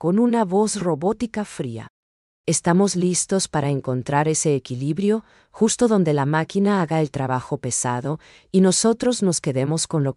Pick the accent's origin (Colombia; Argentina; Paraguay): Paraguay; el trato humano que nos diferencia a nosotros como paraguayos